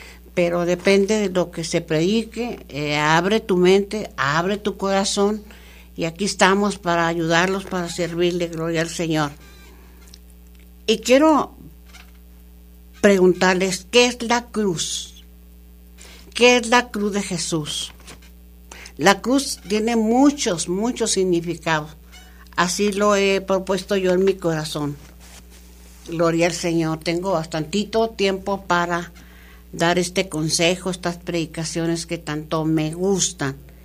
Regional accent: El Paso, Texas, United States; El Paso, Texas, mi ciudad hermosa, donde yo he crecido aquí en este El Paso.

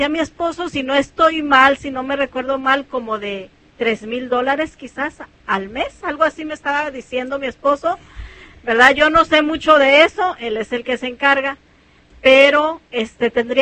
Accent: Michoacán, Mexico; moved away; es que allá en mi pueblo, Michoacano, se dice a piquín.

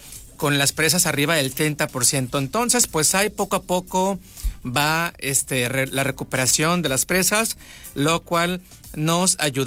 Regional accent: Sinaloa, Mexico; muchos sinaloenses

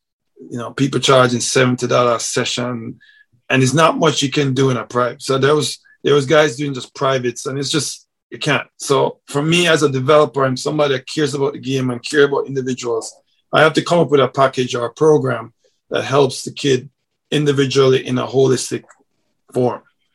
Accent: Jamaica; so my model is based off of how I grew up in Jamaica

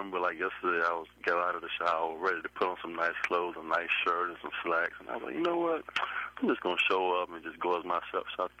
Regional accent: Virginia Beach, Virginia, United States; growing up in Virginia Beach

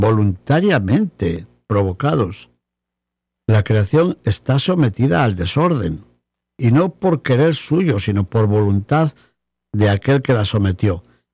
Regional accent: El Bierzo, Castile and León, Spain; En mi tierra están las médulas, cerca de la ciudad de Ponferrada.

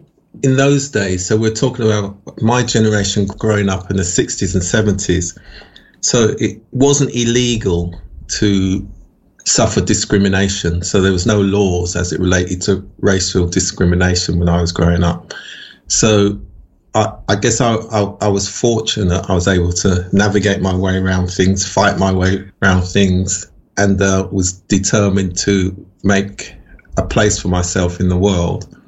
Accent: England, United Kingdom; we were born in England and it's our parents who were born abroad.

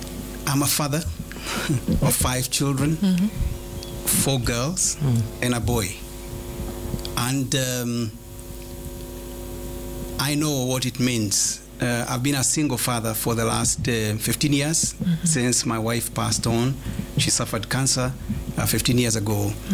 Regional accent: Nairobi, Kenya; my youth, much of it, I was raised in Korogosho slums

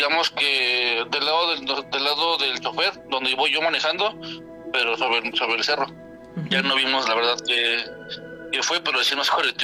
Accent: Saltillo, Coahuila, Mexico; yo vengo yo soy de Saltillo, Coahuila. Yo viví mucho tiempo allá en Coahuila.

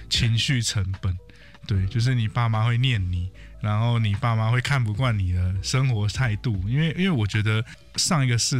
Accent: Hualien County, Taiwan; 虽然我是花莲人

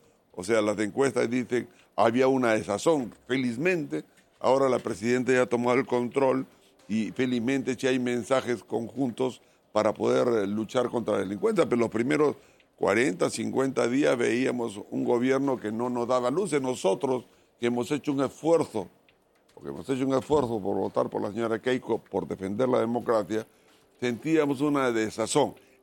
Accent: Peru; tenemos nosotros como peruanos

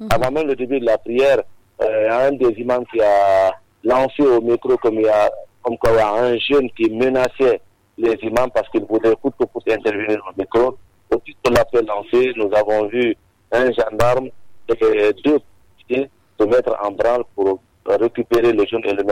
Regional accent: Guinea; actuellement, je suis à Kassia 2, mon quartier natal.

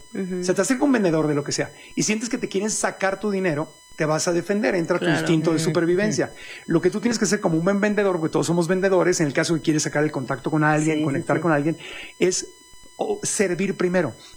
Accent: Ciudad Obregón, Sonora, Mexico; moved away; realidad compartida, yo crecí en Sonora, en Obregón

